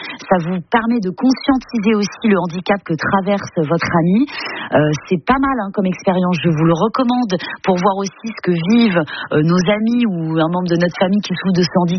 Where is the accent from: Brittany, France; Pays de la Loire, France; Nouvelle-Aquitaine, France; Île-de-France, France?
Brittany, France; C'est froid, comme chez moi en Bretagne, une combi, et puis c'est parti.